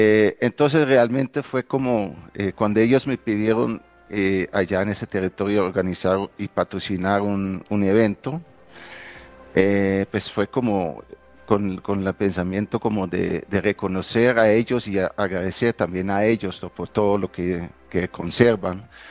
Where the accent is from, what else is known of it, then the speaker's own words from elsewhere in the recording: Netherlands; Spanish is a second language; now in Colombia; Yo llevo 22 años en Colombia, originalmente soy de Holanda.